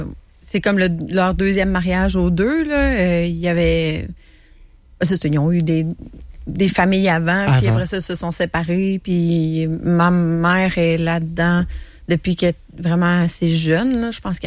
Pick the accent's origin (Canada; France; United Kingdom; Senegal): Canada; Quebec City, Quebec; born or raised there